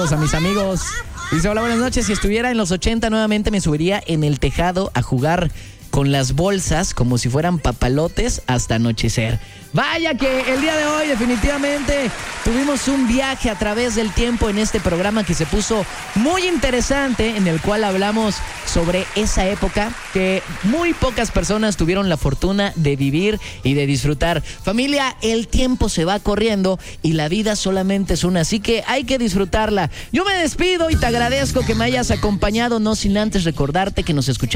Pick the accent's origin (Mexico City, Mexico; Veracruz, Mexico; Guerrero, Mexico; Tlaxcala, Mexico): Veracruz, Mexico; Córdoba; Es que yo soy de Córdoba y allá sí son amarillos, creo que hasta la fecha, ¿no?